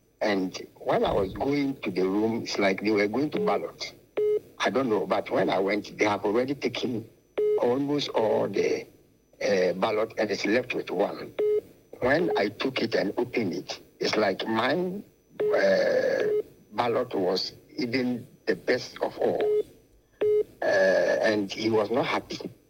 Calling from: Bekwai, Ashanti, Ghana; calling from Bekwai.

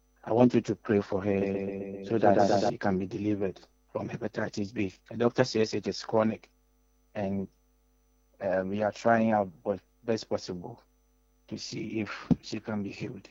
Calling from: Kumasi, Ashanti, Ghana; I'm calling from Ghana, Nkumasi, and my wife got tested of hepatitis B

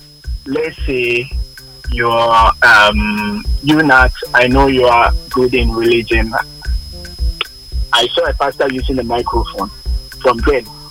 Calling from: Bono, Ghana; I'm also from Buno region, so I know Banda very well.

